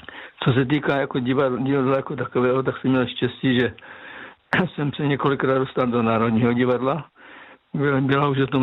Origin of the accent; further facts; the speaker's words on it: Moravian Slovakia, Czechia; Na základní škole, jak jsem vyrůstal na Moravském Slovácku, paní učitelka Neschlebová byla taková aktivní